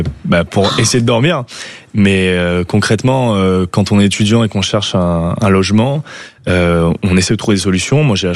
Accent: Nice, Provence-Alpes-Côte d'Azur, France; Je viens de Nice.

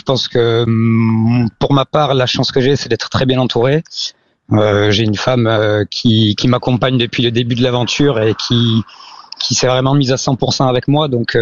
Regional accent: Occitanie, France; je suis revenu aux sources dans mon village natal pour reprendre cette boulangerie-là.

